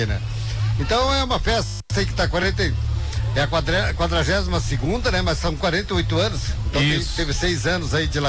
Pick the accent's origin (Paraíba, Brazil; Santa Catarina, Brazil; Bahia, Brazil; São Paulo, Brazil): Santa Catarina, Brazil; Lages; born there; also born or lived in Bocaina do Sul, Santa Catarina; nasci aqui em Bocaina, tenho orgulho dessa terra também. Claro que adoro Lages, Lages aonde que, né, vivi a maior parte da minha vida